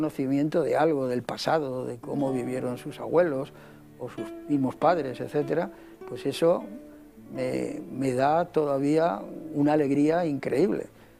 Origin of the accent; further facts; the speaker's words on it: Madrid, Community of Madrid, Spain; born there; also born or lived in Seville / Marbella; Yo soy madrileño, nacido en Madrid, al ladito, entre las ruinas del cuartel de la Montaña y la Plaza de España. Ya lo he dicho en alguna ocasión, nacido como se nacía, en los domicilios, con asistencia de comadrona